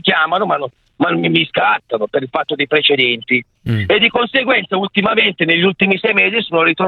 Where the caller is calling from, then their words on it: Varese, Lombardy, Italy; io sono di Varese, vado a lavorare ad Avellino